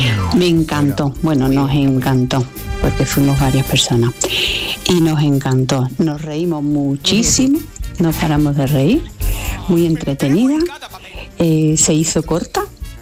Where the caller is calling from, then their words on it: Seville, Andalusia, Spain; Hola, buenos días … de Sevilla.